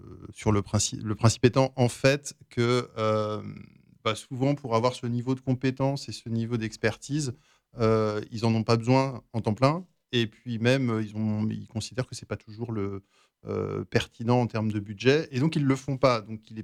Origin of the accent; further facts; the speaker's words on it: Brittany, France; moved away; Alors mon parcours, moi je suis originaire de Bretagne.